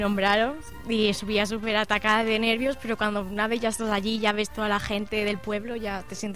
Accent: Cañada, Valencian Community, Spain; Pues para mí es un orgullo representar a mi pueblo de Cañada como reina.

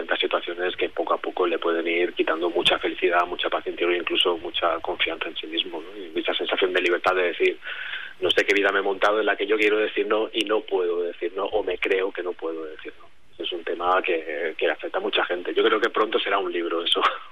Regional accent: Manacor, Balearic Islands, Spain; Sí, yo soy de Mallorca. Manacor.

